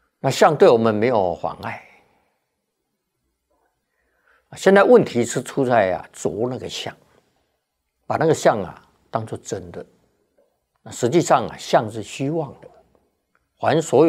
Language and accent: Chinese; China